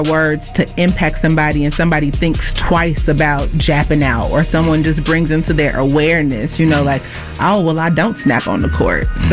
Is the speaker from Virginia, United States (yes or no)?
no; Chicago, Illinois, United States; I'm from Chicago